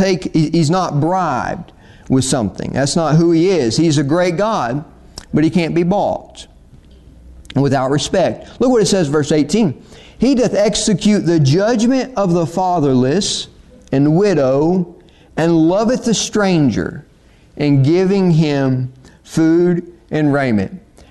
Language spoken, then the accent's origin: English; United States; accent: Piedmont; my Piedmont accent